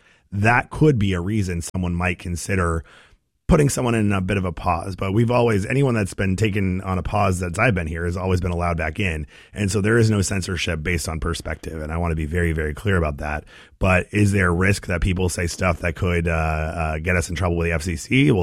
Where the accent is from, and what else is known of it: United States; also born or lived in Gorham (attended Gorham High School)